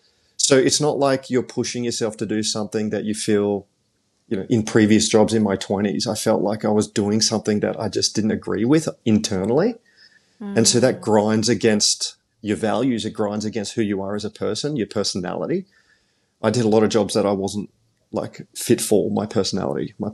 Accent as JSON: {"language": "English", "country": "Australia", "lives_now": "China", "said": "Hey, I'm in China. I'm a foreigner, like I'm an Aussie, and I'm calling the local hotline"}